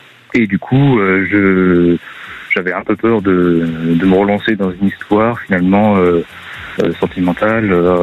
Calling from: Angers, Pays de la Loire, France; Je vous appelle de Angers, dans le Maine-et-Loire.

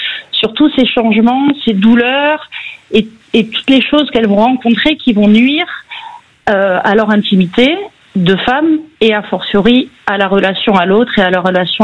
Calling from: Nouvelle-Aquitaine, France; je viens du Pays Basque

